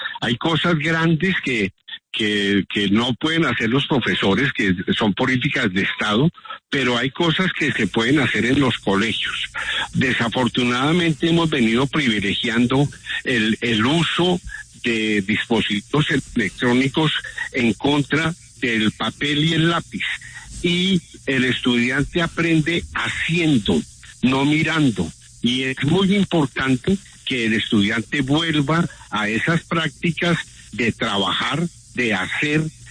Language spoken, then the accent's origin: Spanish; Colombia